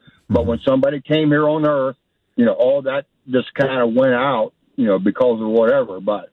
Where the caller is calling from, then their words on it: Charles Town, West Virginia, United States; So I live in Charlestown, which is in Jefferson County, West Virginia.